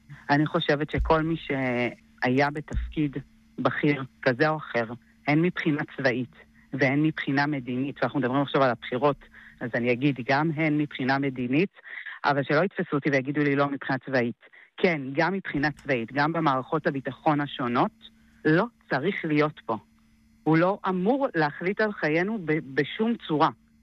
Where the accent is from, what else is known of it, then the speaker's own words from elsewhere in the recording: Sderot, Southern District, Israel; born there; נולדתי בסדרות, גדלתי לתוך מתחי קסמים שנקראו טפטופים